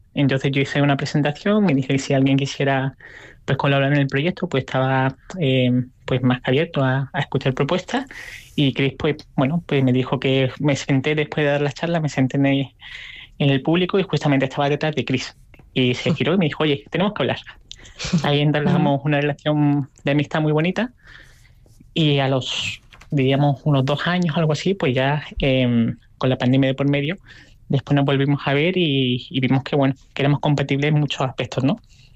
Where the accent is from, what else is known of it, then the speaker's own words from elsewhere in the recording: Málaga, Andalusia, Spain; moved away as an adult; also born or lived in United States; soy originalmente de Málaga y me fui de Málaga hace bastante tiempo, con 20 años, y estoy viviendo en diferentes lugares y viví 5 años en Estados Unidos